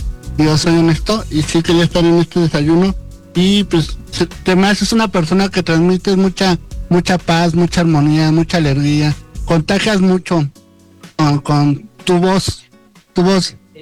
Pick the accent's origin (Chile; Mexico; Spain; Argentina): Mexico; de nosotros los mexicanos